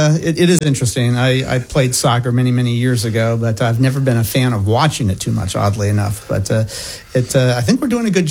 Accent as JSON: {"language": "English", "region": "Colorado", "country": "United States", "moved": "yes", "lives_now": "North Carolina, United States", "said": "University of Colorado, my home state college."}